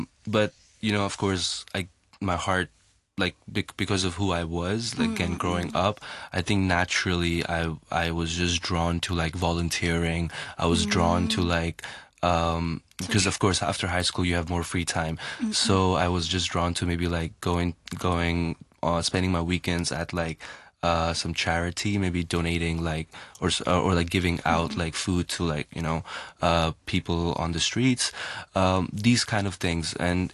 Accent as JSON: {"language": "English", "country": "Hong Kong", "tie": "born or raised there", "said": "growing up in Hong Kong, because Hong Kong is an international city, and whether you're in a local school or like an international school, you in a way do get to experience and meet people from different backgrounds"}